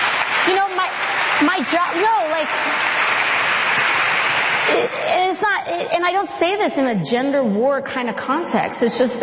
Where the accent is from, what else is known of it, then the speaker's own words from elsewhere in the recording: Bronx, New York, United States; And of course, I'm Latina. And so, and I'm from the Bronx.